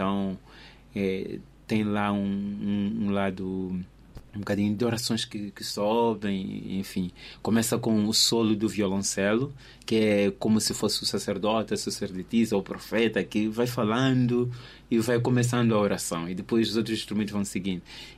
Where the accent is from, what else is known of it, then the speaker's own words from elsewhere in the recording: Mozambique; Sou moçambicano e gostava muito que Moçambique saísse do anonimato quando se falasse de música erudita, né?